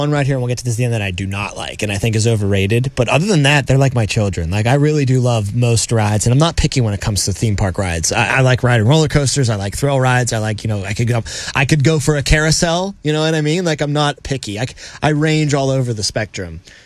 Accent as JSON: {"language": "English", "town": "Mount Lebanon", "region": "Pennsylvania", "country": "United States", "tie": "born or raised there", "said": "in the South Hills and growing up in Mount Lebanon"}